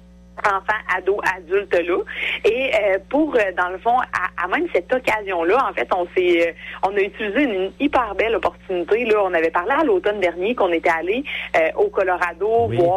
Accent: Quebec, Canada; chez nous, au Québec

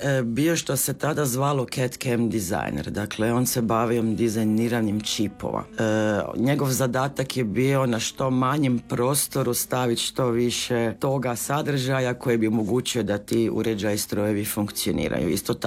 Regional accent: Munich, Bavaria, Germany; also born or lived in Croatia; tako da sam jedan dobar dio djetinjstva provjela i ovdje u Hrvatskoj. Dobro, ja jesam rasla u tom njemačkom sustavu

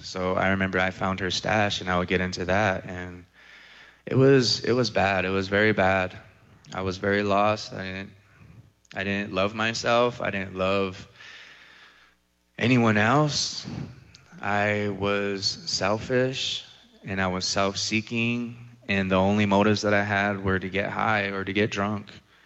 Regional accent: Albuquerque, New Mexico, United States; They found out that I was from Albuquerque, but I'm full-blown Zuni.

